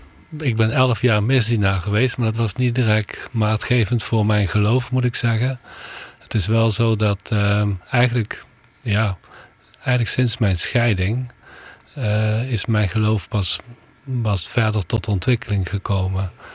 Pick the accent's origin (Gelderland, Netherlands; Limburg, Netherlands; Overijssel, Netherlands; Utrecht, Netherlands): Limburg, Netherlands; Landgraaf; also born or lived in Amsterdam; ik kom uit Landgraaf. Dat ligt in de buurt van Heerlen, Kerkrade. En het is anderhalf uurtje rijden ongeveer.